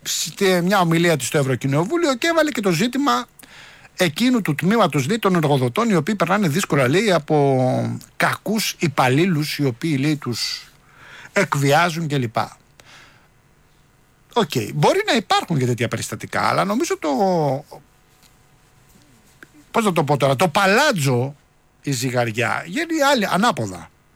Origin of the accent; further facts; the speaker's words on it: Rafina, Attica, Greece; έπεσε η θερμοκρασία εκεί που χθες είχαμε 19 στην πατρίδα μου στη Ραφίνα.